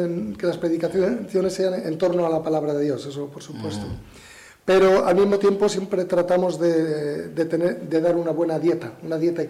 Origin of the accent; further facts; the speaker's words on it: Ciudad Real, Castilla-La Mancha, Spain; Yo soy de Ciudad Real, capital es donde vivía, que soy de un pueblo de Ciudad Real, y yo solía ir a muchos grupos católicos, pues estaba muy metido en el mundo de la Semana Santa